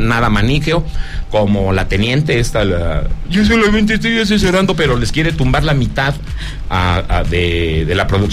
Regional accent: Zacatecas, Mexico; De mi tierra, Zacatecas, no, porque pues no hay producción.

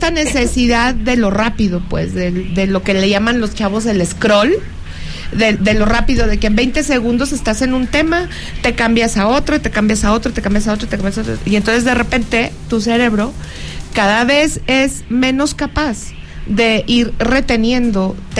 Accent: Mexico; Yo solamente ejercí un derecho que tengo como ciudadana mexicana a interponer la denuncia correspondiente

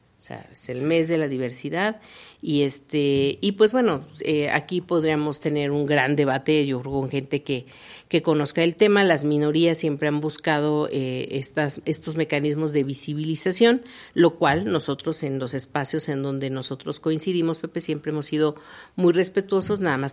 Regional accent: Mexico

